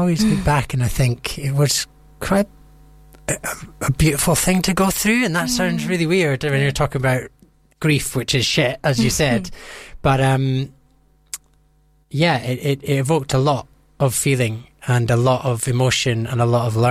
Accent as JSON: {"language": "English", "region": "Scotland", "country": "United Kingdom", "said": "And she was from New York. I'm from Scotland. So there was a bit of cultural differences as well, yeah."}